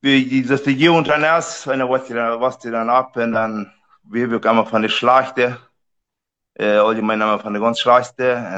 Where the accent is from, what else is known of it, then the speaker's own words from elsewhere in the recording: Riva Palacio, Santa Cruz, Bolivia; also born or lived in Mexico; Und wir sind, ich bin in Mexiko geboren und dann sind wir in Bolivien gekommen, 70. Und dann sind ich in der Knie abgewachsen, in den Riva Palacio Knie, bei den Vrechas, 8 Vrecha, da sind ich wirklich ganz abgewachsen.